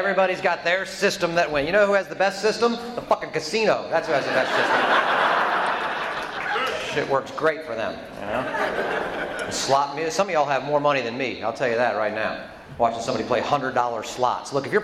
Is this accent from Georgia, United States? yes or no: yes; Georgia, United States; And I'm from Georgia, and we got our lottery a couple years ago